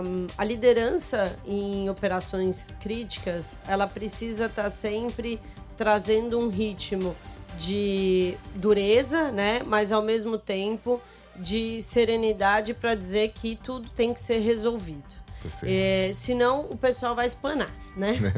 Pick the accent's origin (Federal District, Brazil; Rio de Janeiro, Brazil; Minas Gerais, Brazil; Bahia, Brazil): Federal District, Brazil; Brasília; moved away as an adult; now in São Paulo, Brazil; Eu sou de Brasília.